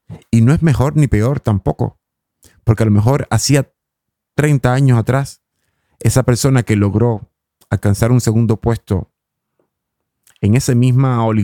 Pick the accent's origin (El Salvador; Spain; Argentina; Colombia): Colombia; Colombian Pacific; desde el Pacífico colombiano, de donde vengo yo.